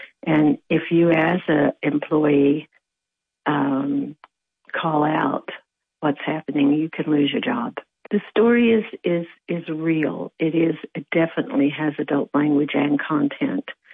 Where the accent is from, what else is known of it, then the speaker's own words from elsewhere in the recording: West Virginia, United States; I grew up in West Virginia.